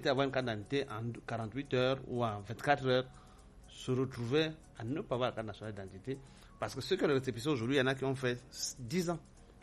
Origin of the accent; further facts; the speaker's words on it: Cameroon; Dès que je suis Camerounais à vie.